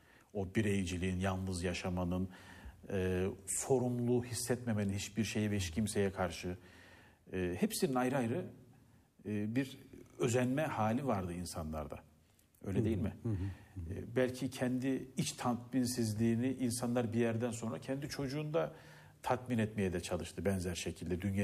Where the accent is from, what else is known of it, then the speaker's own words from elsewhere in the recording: Anatolia, Turkey; moved away; ben mümkün mertebe bayramlarımı yani pek istisnası da yoktur. Anadolu'da kendi memleketimde geçiririm.